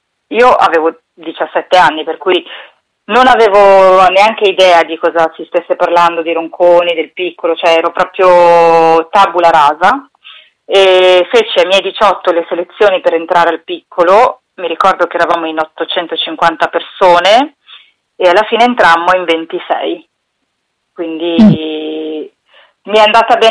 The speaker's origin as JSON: {"language": "Italian", "town": "Milan", "region": "Lombardy", "country": "Italy", "tie": "born or raised there", "said": "Io sono cresciuta a Milano."}